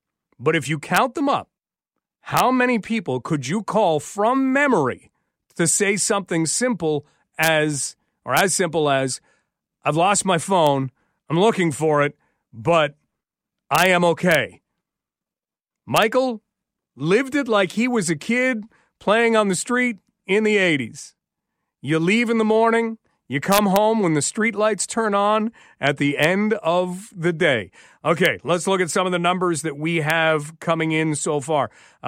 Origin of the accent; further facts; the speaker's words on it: Hawkesbury, Ontario, Canada; also born or lived in London; I was born in London but moved to Hawkesbury when I was young and grew up there for a little while.